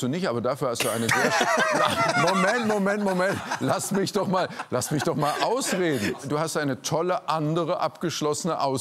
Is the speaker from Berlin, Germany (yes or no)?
no; Leipzig, Saxony, Germany; Hast in meiner Heimatstadt Leipzig studiert.